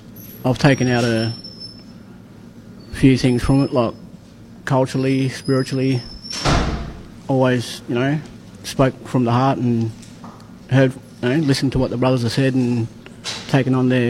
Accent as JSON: {"language": "English", "region": "Victoria", "country": "Australia", "said": "I'm from Donnacona Land, Gippsland."}